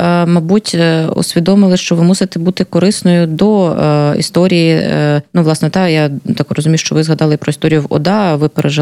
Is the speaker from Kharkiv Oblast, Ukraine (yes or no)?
yes; Kharkiv, Kharkiv Oblast, Ukraine; вона, коли дізналася, що я з Харкова